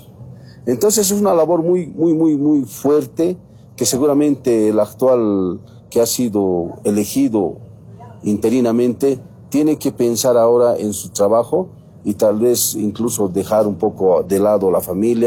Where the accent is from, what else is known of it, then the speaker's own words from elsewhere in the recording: Bolivia; los bolivianos somos bolivianos